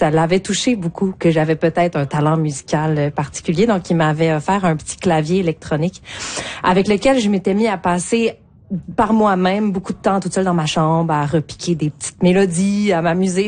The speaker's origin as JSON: {"language": "French", "town": "Saint-Bruno-de-Montarville", "region": "Quebec", "country": "Canada", "tie": "born or raised there", "said": "J'ai grandi à Saint-Bruno, là, en banlieue de Montréal."}